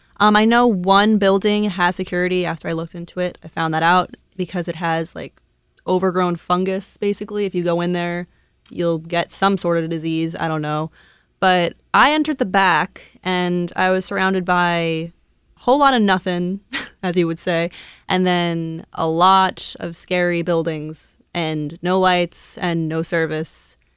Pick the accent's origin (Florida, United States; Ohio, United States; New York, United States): New York, United States; Long Island; moved away; I'm from Long Island, New York, a little outside the city.